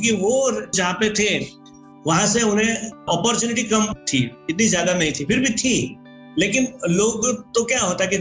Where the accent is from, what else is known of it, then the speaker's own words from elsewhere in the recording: Gujarat, India; अभी मैं वहां पे, अभी मेरे मम्मी पापा जो है वो भी कच्छ भुज, सुना होगा गांधीधाम